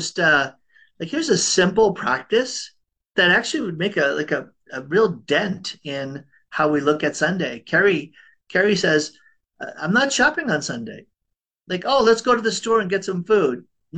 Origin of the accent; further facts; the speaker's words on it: Boston, Massachusetts, United States; I grew up in Boston, and I think they're called, I don't know if you have this phrase out here, blue laws.